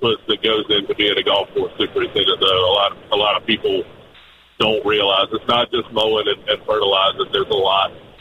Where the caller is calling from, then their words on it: Oak Island, North Carolina, United States; I went to school at Michigan State, got my turfgrass degree, but I'm from here.